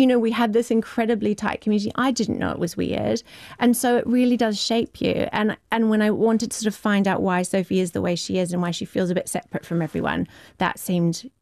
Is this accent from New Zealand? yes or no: yes; New Zealand; I grew up in a sort of New Zealand branch of the Brethren, which wasn't Plymouth.